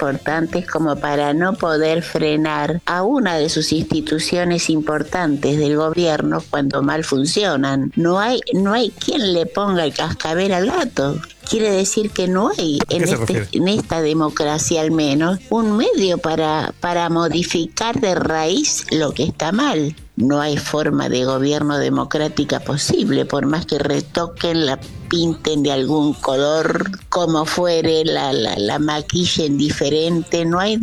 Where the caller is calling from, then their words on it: Palomar, Buenos Aires Province, Argentina; de Palomar